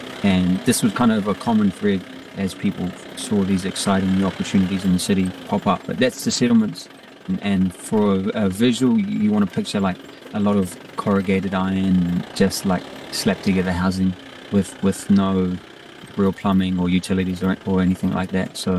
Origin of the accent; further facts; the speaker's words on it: Christchurch, Canterbury, New Zealand; also born or lived in Port Moresby, Papua New Guinea; I am a songwriter based in Christchurch. I was born in Port Moresby, Papua New Guinea in 1997 and soon after relocated to New Zealand, Aotearoa, and was raised here.